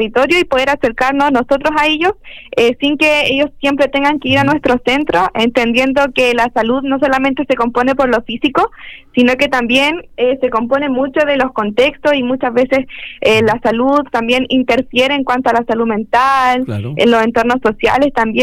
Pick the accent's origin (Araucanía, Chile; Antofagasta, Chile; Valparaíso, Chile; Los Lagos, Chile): Valparaíso, Chile; nuestra identidad como porteños